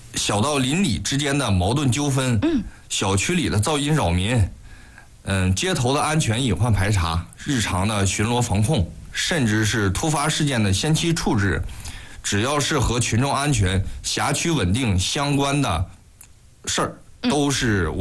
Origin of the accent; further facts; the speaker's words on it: Hulunbuir, Inner Mongolia, China; 我生在呼伦贝尔，长在呼伦贝尔，这片土地养育了我，